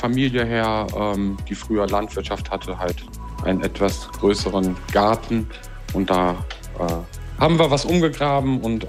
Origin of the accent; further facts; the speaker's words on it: Wallefeld, North Rhine-Westphalia, Germany; Eigentlich immer relativ sozial aufgewachsen und auch bei uns im Dorf, also ich komme aus Wallefeld, da war Dorfgemeinschaft immer